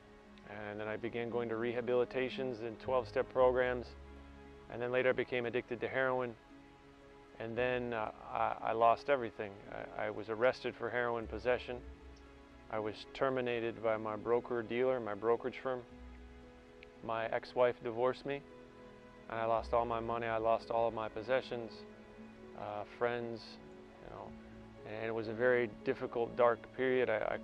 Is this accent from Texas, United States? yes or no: no; Chicago, Illinois, United States; also born or lived in Florida / England; now in Lourdes, France; I am from Chicago.